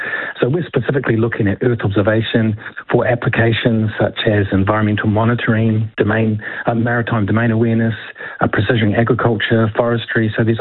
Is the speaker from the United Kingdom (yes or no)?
no; Christchurch, Canterbury, New Zealand; Christchurch, that's my hometown